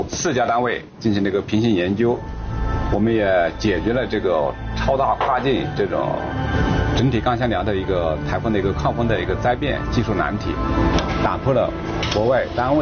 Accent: Shenzhen, Guangdong, China; now in Guangzhou, China; 作为一名深圳人嘛

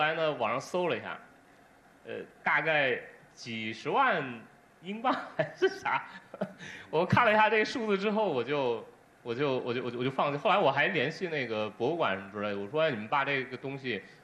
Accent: China; 就像我们中国人印当中的梅兰竹菊一样

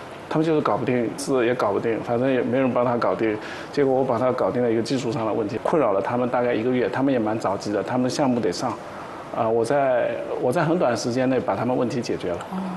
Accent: Zhejiang, China; 我们浙江很多都喜欢创业

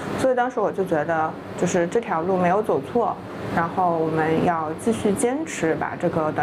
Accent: Hangzhou, Zhejiang, China; 我是杭州市萧山区党湾镇的新农人

